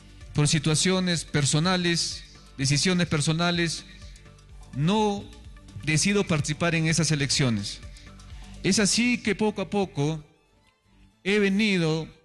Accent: Yauya, Ancash, Peru; moved away as an adult; also born or lived in Lima; en el colegio de mi alma mater, donde yo me formé, en mi colegio de secundaria José María Arguedes de Yauya. Cosas del destino, regresé a mi pueblo

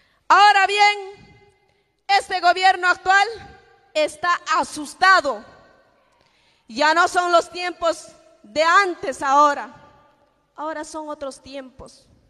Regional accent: Bolivia; como bolivianos, nacidos en esta tierra

